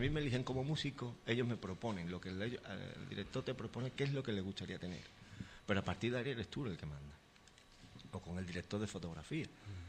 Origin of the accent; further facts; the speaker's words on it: Sanlúcar de Barrameda, Andalusia, Spain; el orgullo que siento estos días de haber nacido en este pueblo